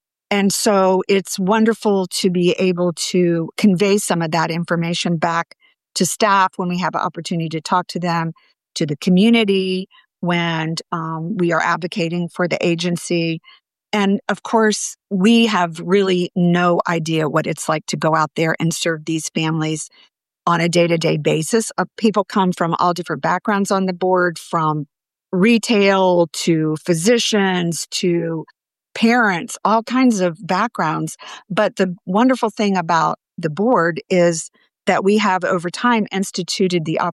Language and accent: English; Ohio, United States; moved away as an adult; now in Athens, Ohio, United States; where I grew up in Central Ohio.